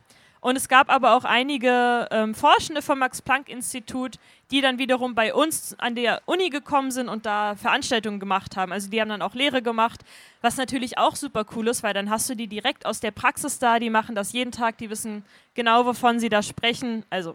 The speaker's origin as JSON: {"language": "German", "town": "Rostock", "region": "Mecklenburg-Vorpommern", "country": "Germany", "tie": "born or raised there", "said": "Genau, ich komme aus Rostock, auch ursprünglich born and raised quasi. Ich war zwischendurch mal ein Jahr weg während der Schulzeit im Ausland"}